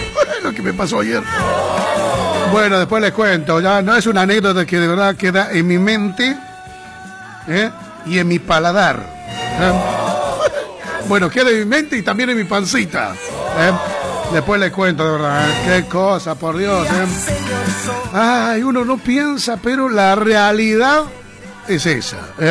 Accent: Santa Cruz, Bolivia; yo soy blanco y soy de Santa Cruz. Yo soy morocho, también soy de Santa Cruz. Bueno, yo también pertenezco a Santa Cruz. Perdón, porque soy boliviano.

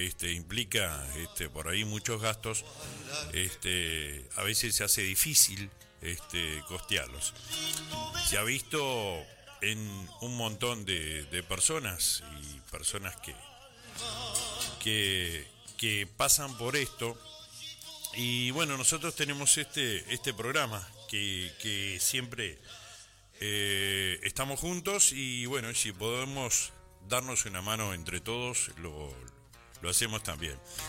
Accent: Uruguay

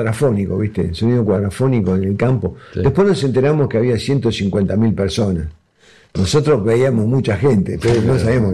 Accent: Argentina; also born or lived in Spain; yo soy muy argentino

